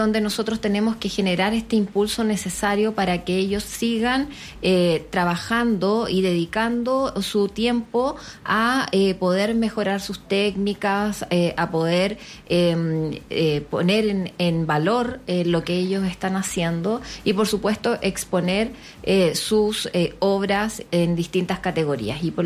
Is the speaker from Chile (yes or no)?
yes; Chile; cada identidad representa también lo que somos como chilenos en cada uno de los territorios.